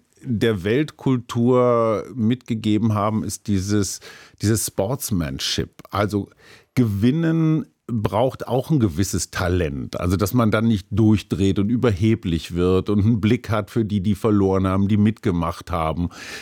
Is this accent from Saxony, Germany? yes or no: no; Münster, North Rhine-Westphalia, Germany; born there; Also, wie gesagt, ich komme aus Münster